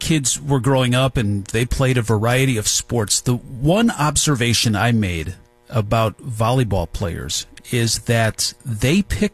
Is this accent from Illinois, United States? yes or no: yes; Chicago, Illinois, United States; I grew up in Chicago. That's the first baseball field I went to.